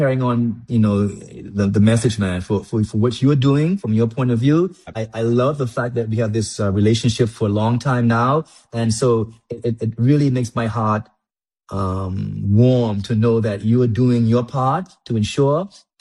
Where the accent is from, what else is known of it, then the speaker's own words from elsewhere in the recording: Grand Turk, Turks & Caicos Islands; As a small little boy growing up on West Road, barefoot, running around by the salt pond, and to be in certain places in the world and to be able to showcase my talent as a little boy from Grand Turk, I'm so proud to be a Turks-Caicos Islander.